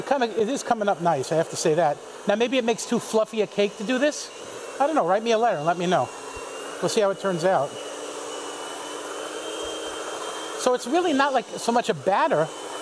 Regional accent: West Babylon, New York, United States; And the community where I grew up in West Babylon was really a very Catholic community.

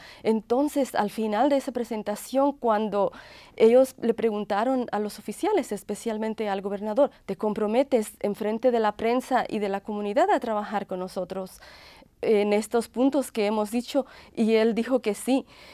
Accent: Michoacán, Mexico; moved away; yo nací en México y vine a este país joven, aunque ahora tengo más años viviendo en este país, pero todavía soy mexicano. Del estado de Michoacán.

